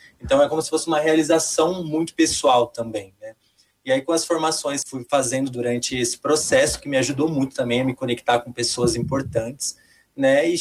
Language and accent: Portuguese; Mato Grosso do Sul, Brazil; moved away as an adult; now in Rio de Janeiro, Brazil; É, eu saí do Mato Grosso do Sul com uma missão e chegar no Rio de Janeiro, do nada, só com uma mala e um sonho, foi mais que um desafio pra mim.